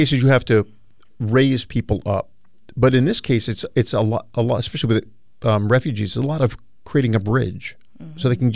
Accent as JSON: {"language": "English", "town": "New York City", "region": "New York", "country": "United States", "tie": "born or raised there", "said": "I grew up in New York City. Mm-hmm. In Queens."}